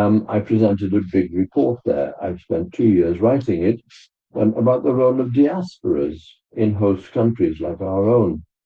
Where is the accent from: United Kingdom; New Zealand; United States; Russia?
United Kingdom; Wales; I'm a Welshman